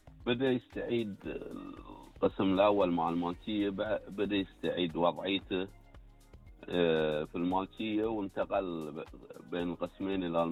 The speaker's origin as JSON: {"language": "Arabic", "country": "Bahrain"}